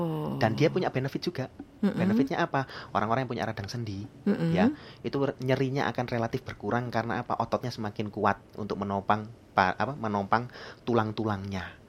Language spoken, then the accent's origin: Indonesian; Java, Indonesia; kalau kita orang Jawa orangnya masih semeko, ya.